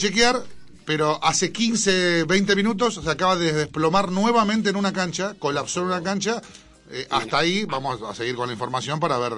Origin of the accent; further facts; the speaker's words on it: Buenos Aires Province, Argentina; soy de zona oeste o noroeste.